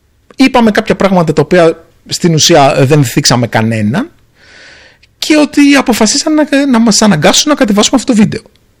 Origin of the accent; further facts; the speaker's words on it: Greece; now in Singapore; Ότι εγώ είμαι ένας Έλληνας, ο οποίος ζει στη Σιγκαπούρη, λειτουργώ από εκεί.